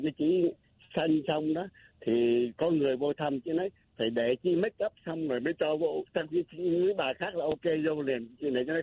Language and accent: Vietnamese; Tay Ninh, Vietnam; tại vì mình là dân Tây Ninh là mình như vậy đó.